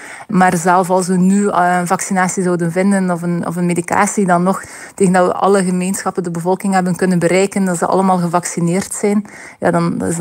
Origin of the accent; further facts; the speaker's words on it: Belgium; ik ben een Belgische spoedarts